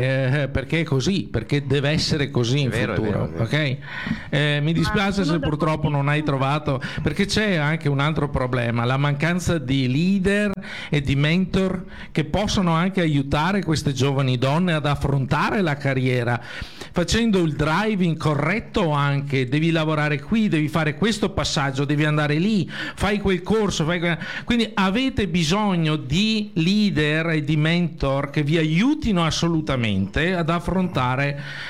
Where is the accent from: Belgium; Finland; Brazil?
Finland; Helsinki, Uusimaa; Italian is a second language; e io vengo da Helsinki dove